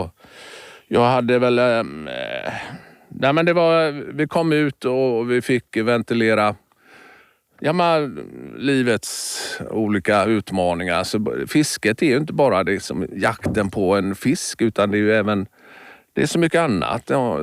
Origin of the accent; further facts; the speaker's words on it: Västra Götaland County, Sweden; moved away; Fjordar har vi i Bohuslän där jag växte upp.